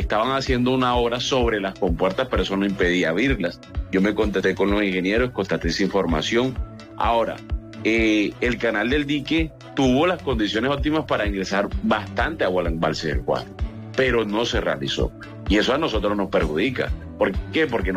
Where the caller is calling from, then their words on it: Manatí, Atlántico, Colombia; en mi municipio, Manatí Atlántico